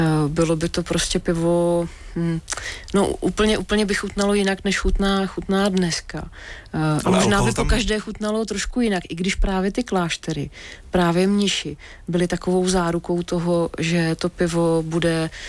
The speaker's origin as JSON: {"language": "Czech", "town": "Nymburk", "region": "Central Bohemian Region", "country": "Czechia", "tie": "born there", "said": "narodila jsem se v Nymburce, že jo, nymburský pivovar, postřižinský, Bohumil Hrabal, takový ten étos toho města, ten duch."}